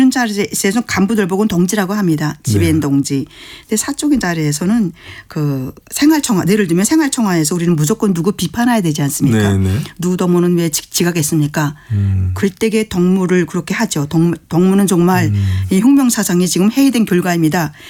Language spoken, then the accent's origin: Korean; North Korea; moved away